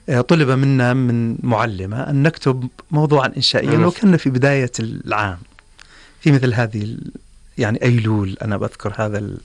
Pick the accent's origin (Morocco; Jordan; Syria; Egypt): Jordan; Kufranjah, Ajloun Governorate; أنا ولدت في كفرنجي عجلون، وترعرعت في هذا المكان، عشت طفولتي وما زلت،